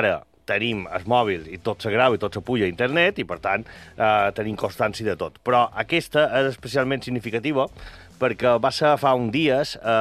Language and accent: Catalan; Inca, Balearic Islands, Spain; born there; Jo soc nascut a Inca i sempre n'hi ha hagut.